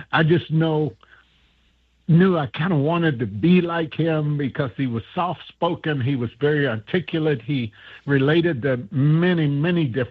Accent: Lexington, Kentucky, United States; Was a very special man to a lot of us growing up, young guys growing up in Lexington.

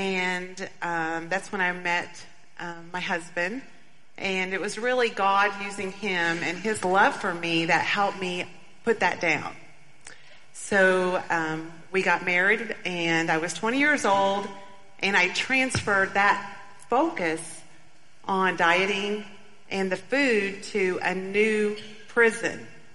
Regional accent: Bentonville, Arkansas, United States; Well, I grew up in Bentonville, Arkansas.

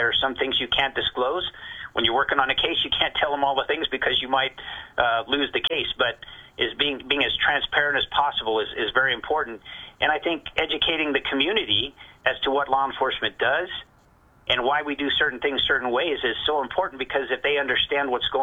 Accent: Doña Ana County, New Mexico, United States; I was born and raised here in Doña Ana County.

